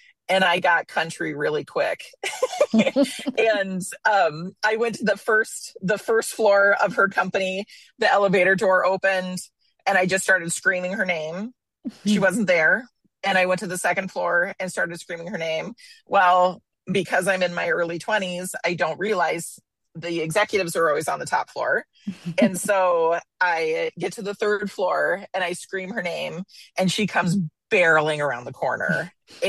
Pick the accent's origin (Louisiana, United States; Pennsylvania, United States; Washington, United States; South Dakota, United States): South Dakota, United States; moved away as an adult; also born or lived in New York City; I had never felt more like a South Dakotan in that moment than ever before in New York City. Because before that, I was, you know, we were like, oh yeah, well, we're from the Midwest